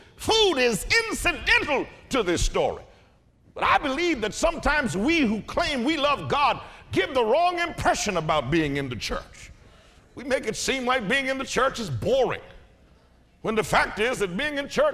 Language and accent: English; Mobile, Alabama, United States; I'm from Mobile, Alabama. We are surrounded by water. So water is second nature to me.